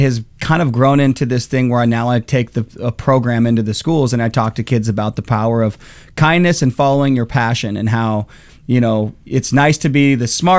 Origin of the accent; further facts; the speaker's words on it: West Coast, United States; I think it's better than Whataburger, man. But I'm from the West Coast, so I'm